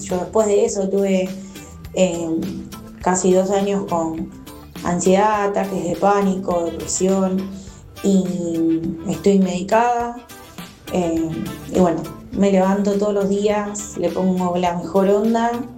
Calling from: Quilmes, Buenos Aires Province, Argentina; de Quilmes

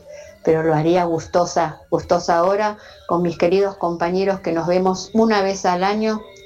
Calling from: José León Suárez, Buenos Aires Province, Argentina; de José León Suárez.

